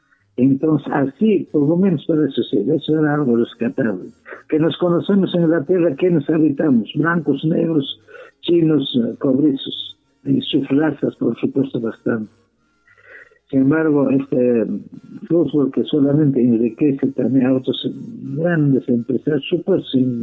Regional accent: Peru; first language Quechua; Spanish is a second language

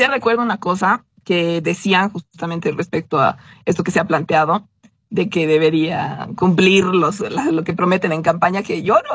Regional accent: Bolivia

